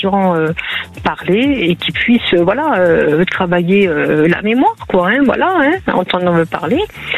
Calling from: Prades, Occitanie, France; Je vous appelle de Prades, des Pyrénées-Orientales.

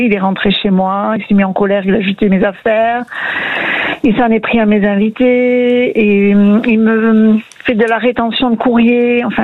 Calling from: Albi, Occitanie, France; De la région d'Albi.

